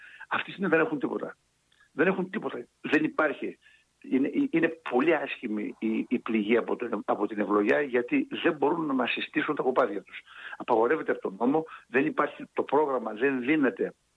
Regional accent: Elassona, Thessaly, Greece; που είναι η Ελασσόνα, η ιδιαίτερη πατρίδα μου

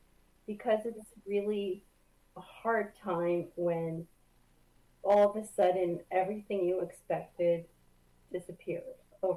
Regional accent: Rye, New York, United States; We grew up in Rye, New York

